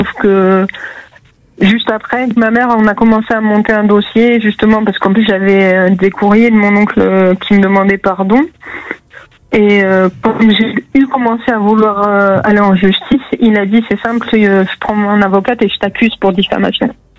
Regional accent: Agen, Nouvelle-Aquitaine, France; Alors moi je suis d'Agen, mais j'ai la chance de pouvoir aller depuis quelque temps à Bordeaux, à Toulouse

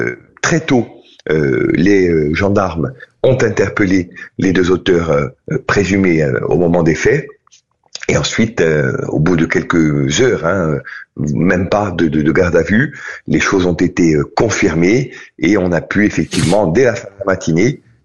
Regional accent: Corsica, France

